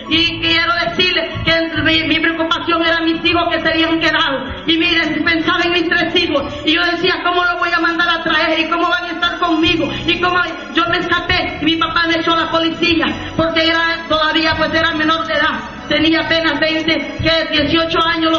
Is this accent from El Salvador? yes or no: yes; El Salvador; moved away as an adult; Aleluya, soy del Salvador, bendito sea su nombre para siempre, aleluya. Y me crié allá por una isla y de allá tuve que dejar a mis hijos.